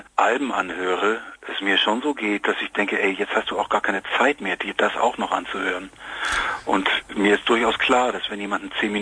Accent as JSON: {"language": "German", "region": "Hamburg", "country": "Germany", "said": "Und ich meine, ich komme ja aus Hamburg"}